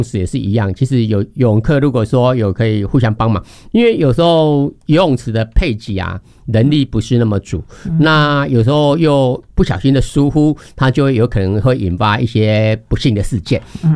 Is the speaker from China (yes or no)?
no; Taiwan; 我们台湾人一般比较害怕的是开放水域